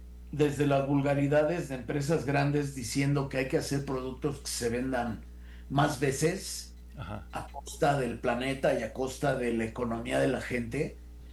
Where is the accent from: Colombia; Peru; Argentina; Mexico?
Mexico